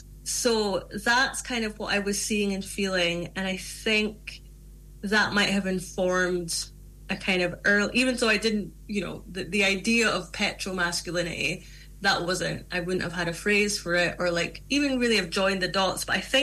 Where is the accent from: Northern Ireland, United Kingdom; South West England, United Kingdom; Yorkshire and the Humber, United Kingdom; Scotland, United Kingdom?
Scotland, United Kingdom; Aberdeen; when I was growing up in Aberdeen